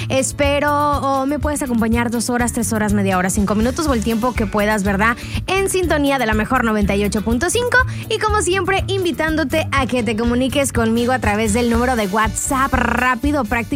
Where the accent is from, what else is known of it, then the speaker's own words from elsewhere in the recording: Navojoa, Sonora, Mexico; saludos desde Navojoa, Sonora, mi pueblo querido. Mira nomás, así está el clima en Navojoa.